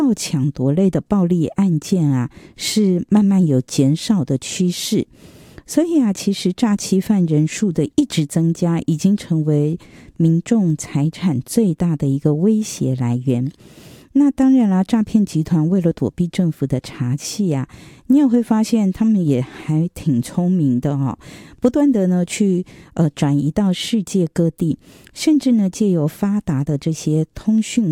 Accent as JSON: {"language": "Chinese", "country": "Taiwan", "said": "我觉得我们台湾人还是心地善良的居多"}